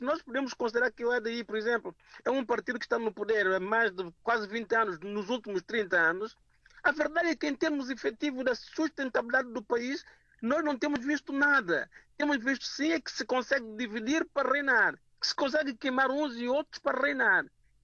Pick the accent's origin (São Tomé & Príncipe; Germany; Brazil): São Tomé & Príncipe; now in Lisbon, Portugal